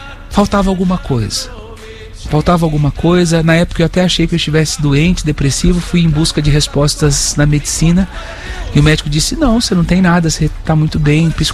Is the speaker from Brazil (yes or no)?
yes; Bragança Paulista, São Paulo, Brazil; eu era de Bragança Paulista.